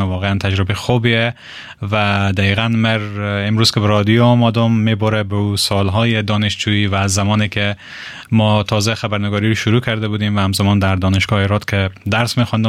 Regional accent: Herat, Afghanistan; در واقع در هرات بزرگ شدم، تولد شدم، مکتب در هرات خواندم و افتخار از داشتم که از لیسه انقلاب اسلامی هرات فارغ شدم

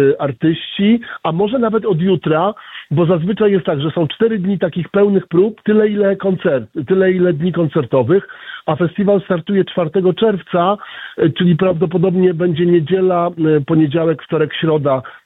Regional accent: Prudnik, Opole Voivodeship, Poland; born there; ja się urodziłem w Prudniku na Opolszczyźnie

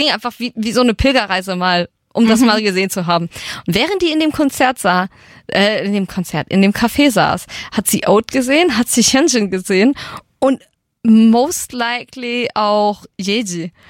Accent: Gelnhausen, Hesse, Germany; ich bin in Gelnhausen aufgewachsen

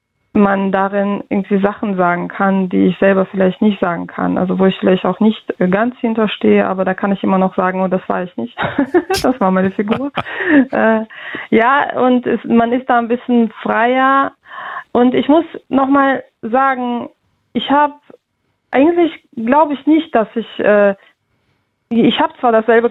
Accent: Russia; now in Germany; wenn ich sage, ja, ich komme aus Russland, es ist denen egal, woher ich komme.

